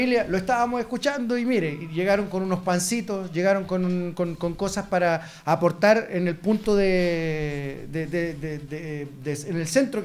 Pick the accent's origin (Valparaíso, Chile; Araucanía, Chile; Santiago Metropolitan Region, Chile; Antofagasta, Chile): Araucanía, Chile; Angol; Le digo yo, no, yo soy de Angol.